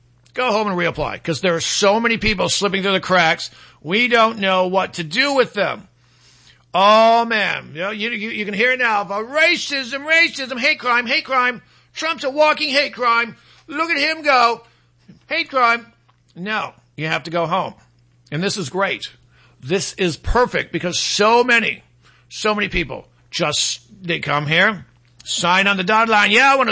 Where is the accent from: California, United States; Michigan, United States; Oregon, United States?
Michigan, United States; moved away; my home state of Michigan.